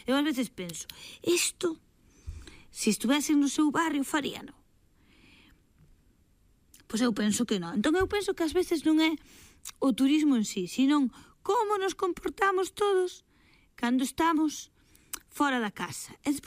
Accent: Cedeira, Galicia, Spain; Sí, son de Cedeira, sí.

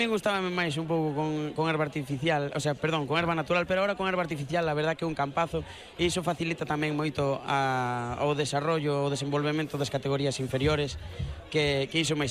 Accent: Gondomar, Galicia, Spain; Eu son de Gondomar, pero estudiei en Valladolid.

